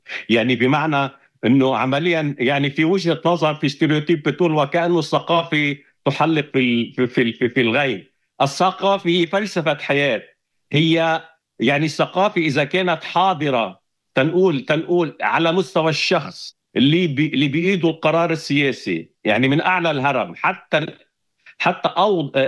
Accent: Russia; أنا روسي بس أصلي لبناني

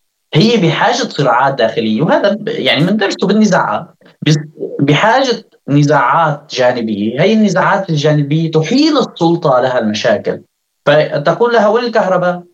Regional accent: Sweden; سيما أنه أنا من السويد وشهادتي مجروحة يعني وستبين منحازي

